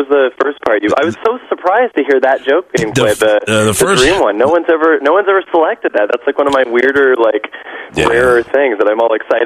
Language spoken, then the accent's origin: English; Seattle, Washington, United States; moved away as an adult; now in Los Angeles, United States; I'm originally from Seattle. And it's crazy. And then when I was 20 out there, I booked 10 Things I Hate About You and moved to L.A. to capitalize on it.